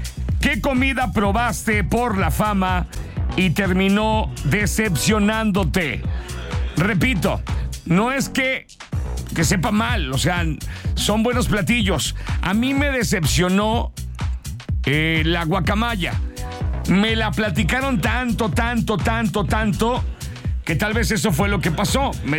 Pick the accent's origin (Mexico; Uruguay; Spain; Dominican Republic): Mexico; Guadalajara, Jalisco; yo que soy de Guadalajara